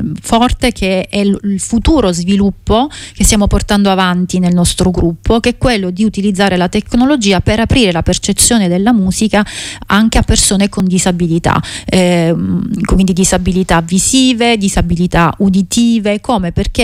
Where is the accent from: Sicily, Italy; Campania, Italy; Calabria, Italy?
Calabria, Italy; now in Belgium; avevo proprio desiderio di ritornare a suonare e di ritornare nella mia terra, perché siamo stati tutti lontani dalle nostre famiglie e dai nostri luoghi, e quindi valorizzare il luogo e valorizzare la Calabria.